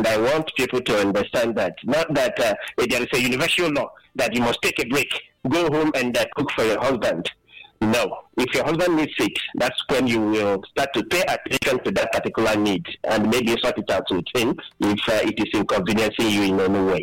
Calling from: Akeze, Ebonyi, Nigeria; I'm calling you from Akeze, Ebonyi State.

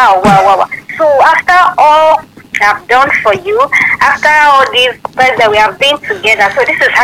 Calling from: Ibadan, Oyo, Nigeria; I'm calling you from Ashi, Bodija.

